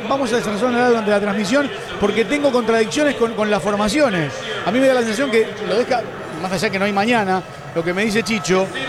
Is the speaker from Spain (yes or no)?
no; Argentina; yo como periodista argentino, si le pasa a Argentina, te digo que f